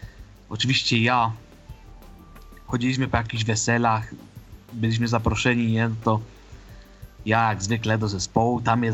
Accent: Ożarowice, Silesian Voivodeship, Poland; Ja pochodzę z Ożarowic, to jest Górny Śląsk. Jakby ktoś wiedział, to jest port lotniczy Pyrzowice, 2 km do portu

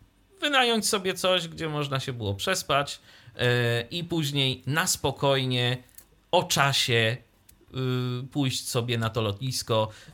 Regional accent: Iława, Warmian-Masurian Voivodeship, Poland

